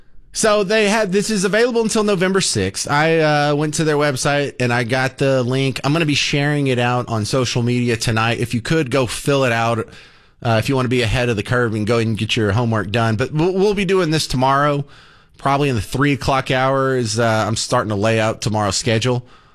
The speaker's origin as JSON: {"language": "English", "region": "Texas", "country": "United States", "said": "So how can it be the most Texan place on earth if I am a Texan?"}